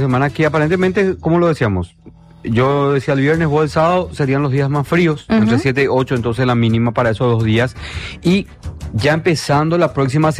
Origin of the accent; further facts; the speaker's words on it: Paraguay; parece que nosotros somos demasiado así de Paraguay